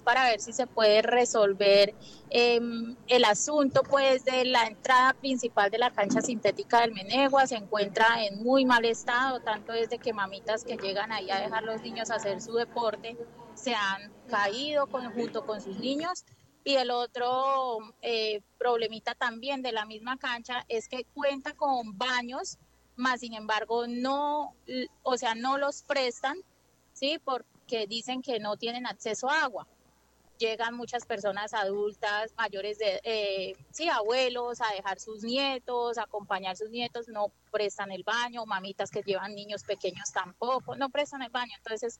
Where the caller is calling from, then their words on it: Villavicencio, Meta, Colombia; Acá desde el barrio Morichal.